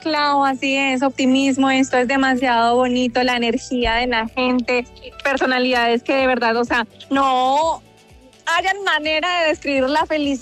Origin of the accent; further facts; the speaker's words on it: Antioquia, Colombia; seguiré viniendo por siempre a mi Feria de las Flores como buena paisa, si tenga corona o no, que ya han sido muchos largos años como Antioquia, Colombia y Miss International, pero ante todo soy paisa